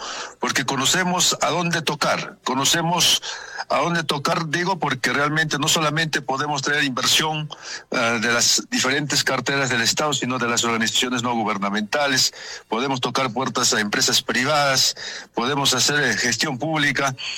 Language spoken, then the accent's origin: Spanish; Oyolo, Ayacucho, Peru; yo soy oyolino, soy hijo de la villa de Oyolo